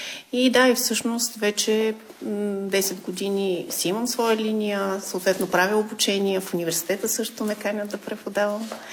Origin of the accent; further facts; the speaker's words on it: Plachkovtsi, Gabrovo Province, Bulgaria; also born or lived in Sofia; като им казвам, че съм от Плачковци